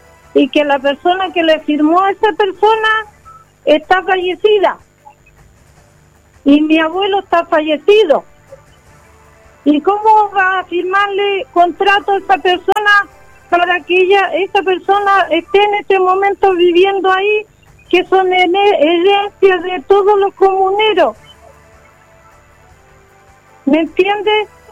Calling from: Chile; Yo soy de aquí, del sector Pucuro

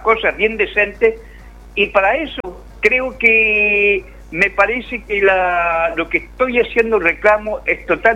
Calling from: Coronel, Biobío, Chile

